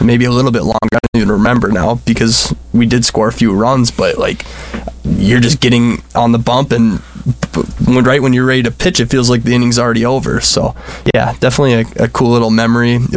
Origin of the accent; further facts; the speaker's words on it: Foley, Minnesota, United States; growing up in Foley